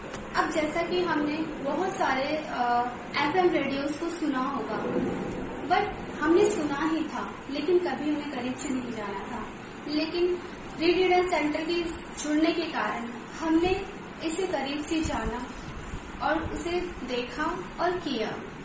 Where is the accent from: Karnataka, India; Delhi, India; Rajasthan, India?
Delhi, India; और मैं दिल्ली से हूँ।